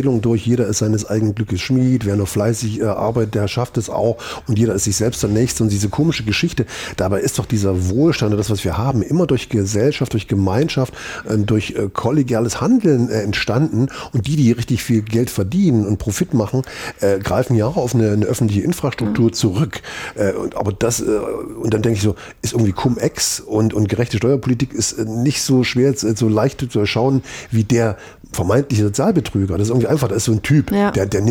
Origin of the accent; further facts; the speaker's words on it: East Germany, Germany; born there; Das ist so viel Zufall, wo ich geboren bin. Also bin ich im Osten geboren